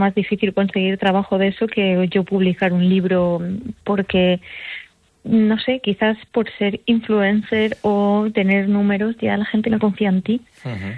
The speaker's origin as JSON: {"language": "Spanish", "town": "León", "region": "Castile and León", "country": "Spain", "lives_now": "Gran Canaria, Spain", "said": "Sí, aunque yo soy de León, con un poco de alma asturiana, pues siempre he veraneado por Gijón."}